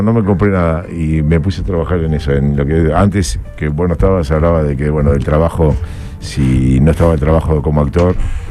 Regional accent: Argentina; yo amo mucho mi país, soy muy patriota.

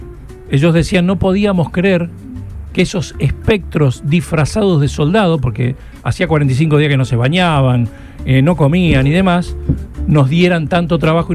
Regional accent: Argentina

